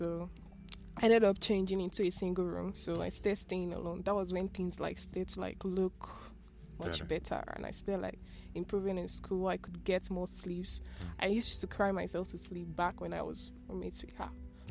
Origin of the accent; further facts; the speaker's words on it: Nigeria; Well, we're all Nigerians